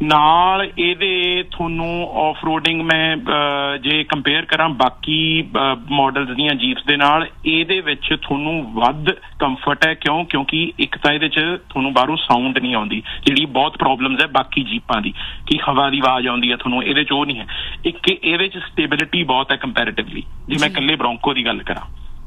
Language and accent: Punjabi; Patiala, Punjab, India; ਮੈਂ ਪਟਿਆਲੇ ਦਾ ਬਾਈ।